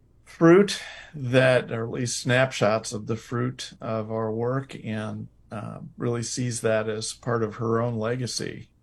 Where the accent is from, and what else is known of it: Moline, Illinois, United States; born or raised there; moved away